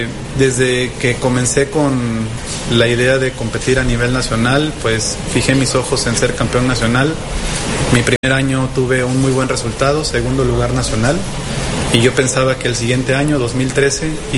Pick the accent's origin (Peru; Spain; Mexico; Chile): Mexico; Veracruz; Soy del puerto de Veracruz y he trabajado toda mi vida aquí en el puerto de Veracruz, con excepción de casi un año que estuve en Ciudad de México.